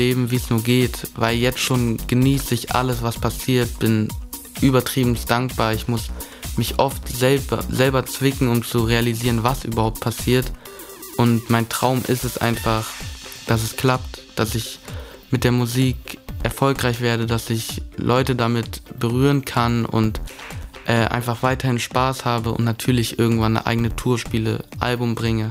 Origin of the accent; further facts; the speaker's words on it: Leipzig, Saxony, Germany; Also Leipzig ist meine Heimatstadt. Ich bin dort groß geworden. Ich bin dort aufgewachsen, habe alles dort erlebt. Ich liebe Leipzig komplett.